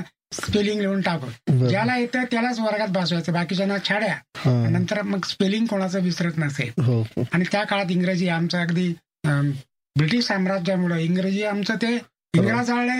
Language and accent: Marathi; Maharashtra, India; 1960 साली मी ग्रामीण भागातून नगरला शिक्षणासाठी आलो. आमच्या आई वडिलांनी आम्हा 5 भावाला नगरला आणून सोडलं.